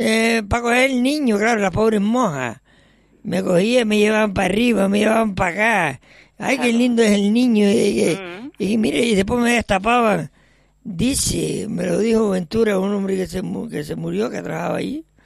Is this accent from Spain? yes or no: yes; Las Palmas de Gran Canaria, Canary Islands, Spain; No, yo soy de Las Palmas.